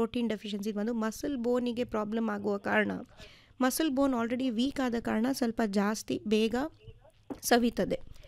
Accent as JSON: {"language": "Kannada", "region": "Karnataka", "country": "India", "said": "ನಮ್ಮ ಊರಿನ, ನಮ್ಮ ದಕ್ಷಿಣ ಕನ್ನಡ ಸೈಡಿನ ಕೊಬ್ಬರಿ ಎಣ್ಣೆ."}